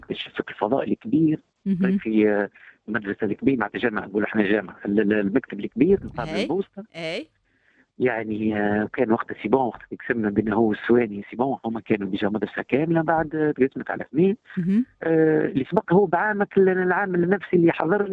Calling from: Gafsa, Gafsa Governorate, Tunisia

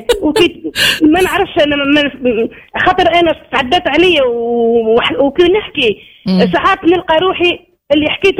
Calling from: Mahres, Sfax Governorate, Tunisia

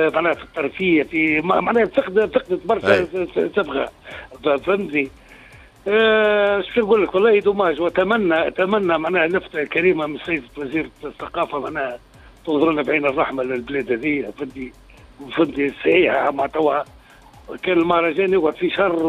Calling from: Maktar, Siliana, Tunisia

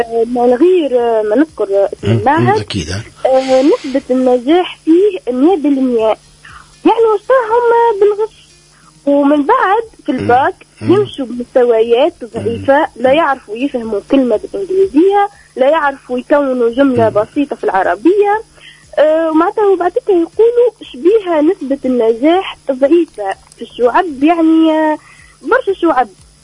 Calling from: Gabès Governorate, Tunisia

